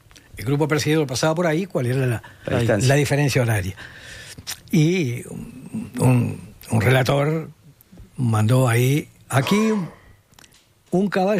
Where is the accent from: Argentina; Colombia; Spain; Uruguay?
Uruguay; Florida; born there; yo soy nacido en Florida.